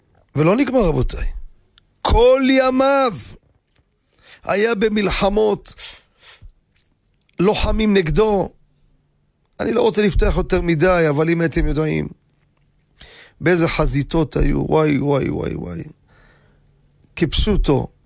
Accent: Jerusalem, Jerusalem District, Israel; בירושלים, אני גדלתי בירושלים. בקטמון

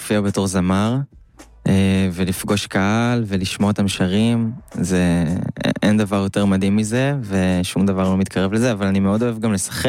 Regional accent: Ness Ziona, Central District, Israel; moved away as an adult; now in Tel Aviv, Israel; גדלתי בנס ציונה.

